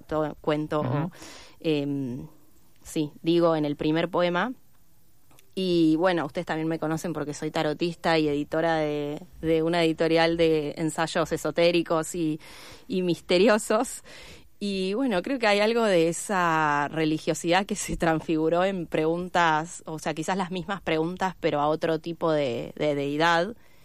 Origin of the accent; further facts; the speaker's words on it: Comodoro Rivadavia, Chubut, Argentina; moved away as an adult; Yo soy de Comodoro Rivadavia y tengo allá a mis viejos, a mi hermana, bueno, a mis abuelos en Río Negro, primos, todo.